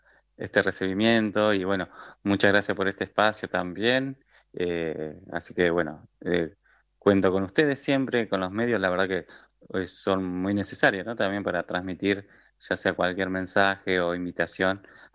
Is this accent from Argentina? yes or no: yes; Pedro Luro, Buenos Aires Province, Argentina; now in Tres Arroyos, Argentina; Bueno, como le decía, soy de Pedro Luro. Y bueno, hace 6 años que estoy acá en Tres Arroyos, ¿verdad?